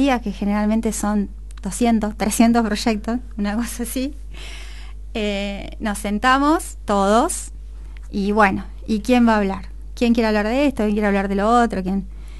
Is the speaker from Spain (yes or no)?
no; Piedritas, Buenos Aires, Argentina; Y yo soy de Piedritas.